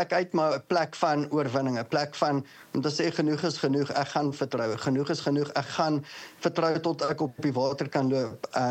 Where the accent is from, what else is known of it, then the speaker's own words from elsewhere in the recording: Boksburg, Gauteng, South Africa; So, ek kom van die Oostrand af in Johannesburg, Boksburg. Mm-hmm. Ja, ek is maar nog hier my hele leven lang. So, dis waar ek groot geword het, dis waar ek nog tans bly.